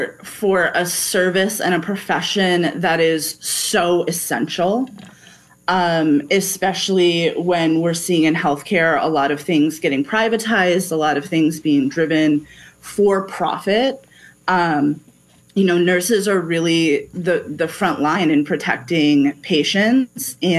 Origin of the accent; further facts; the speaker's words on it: Burlington, Vermont, United States; now in Chicago, United States; I am from Burlington, Vermont.